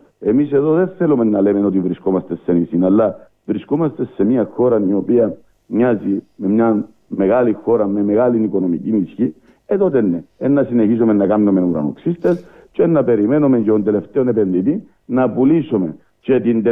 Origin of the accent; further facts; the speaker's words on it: Paphos, Paphos District, Cyprus; έχω ιδιαίτερη ευαισθησία για την πόλη μου σε κοινωνικά αλλά και σε ευρύτερα θέματα τα οποία ταλανίζουν τον τόπο μας, την Πάφο μας και την κοινωνία μας.